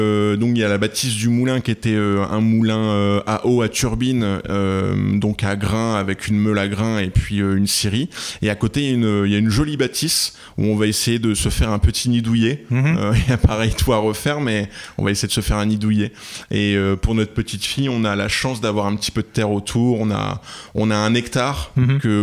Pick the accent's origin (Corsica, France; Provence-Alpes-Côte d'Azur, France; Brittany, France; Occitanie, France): Brittany, France; moved away as an adult; now in Gers, France; Moi, je suis originaire de Bretagne et puis ma femme du Grand Est.